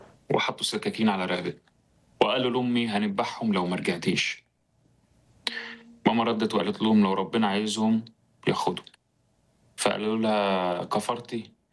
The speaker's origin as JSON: {"language": "Arabic", "country": "Egypt", "tie": "born there", "said": "وانا اتولدت في مصر من خلفية اسلامية سنية،"}